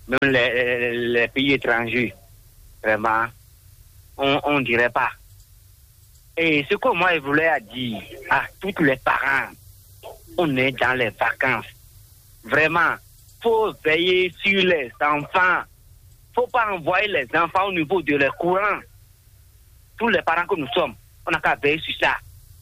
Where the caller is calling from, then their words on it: Cotonou, Littoral, Benin; je suis depuis Cotonou, Corribo.